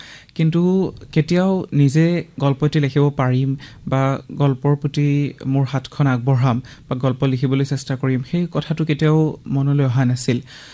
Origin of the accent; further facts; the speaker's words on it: Punia, Assam, India; মোৰ জন্ম হৈছিল তামোলপুৰ জিলাৰ পুনিয়া নামৰ এখনি অকণমানি সৰু সেউজীয়া গাঁও। মই হাইস্কুল শিক্ষান্ত পৰীক্ষালৈকে সেইখন গাঁৱতে থাকি ডাঙৰ দীঘল হ'লোঁ